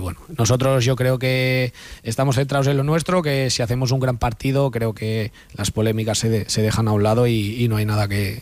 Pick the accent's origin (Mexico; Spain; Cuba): Spain; Alella, Catalonia; born there